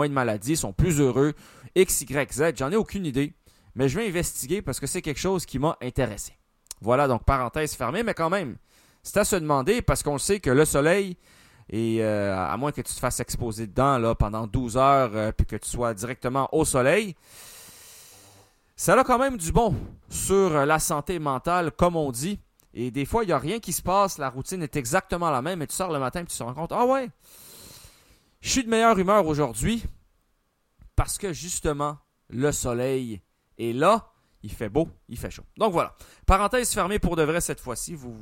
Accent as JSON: {"language": "French", "town": "Montreal", "region": "Quebec", "country": "Canada", "said": "chez nous, à Montréal."}